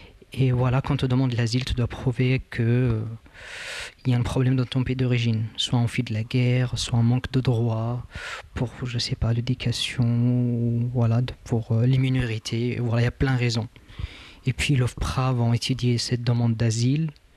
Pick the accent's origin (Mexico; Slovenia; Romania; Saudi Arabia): Saudi Arabia; moved away as an adult; also born or lived in Yemen; now in France; j'ai 25 ans, je viens d'Arabie Saoudite et j'ai d'origine yéménite, donc la nationalité yéménite, et je suis en France depuis octobre 2020.